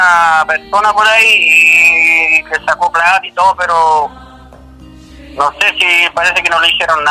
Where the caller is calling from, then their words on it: Concepción, Biobío, Chile; Sí, yo soy de Concepción, sí, correcto, yo soy de Concepción.